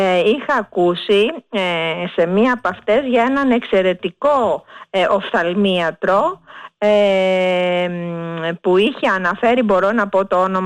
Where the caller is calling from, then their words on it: Piraeus, Attica, Greece; από Πειραιά.